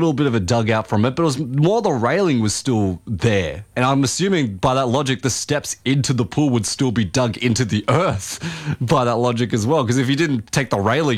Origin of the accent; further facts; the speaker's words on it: Central Coast, New South Wales, Australia; moved away; I went back to my hometown of the Central Coast